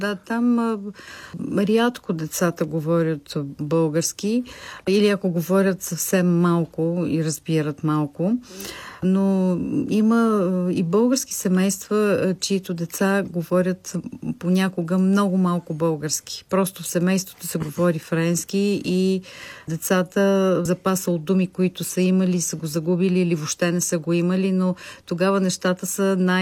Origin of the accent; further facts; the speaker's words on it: Sofia, Sofia City, Bulgaria; От тук имам, от София.